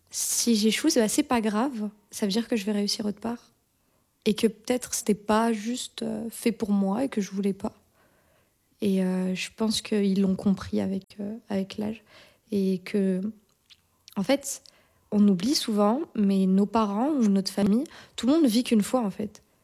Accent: Morocco; born there; moved away; je ne suis pas née ici. Je suis née au Maroc.

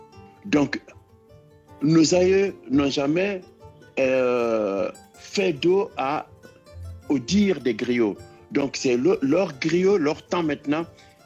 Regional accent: Guinea; now in Brussels, Belgium

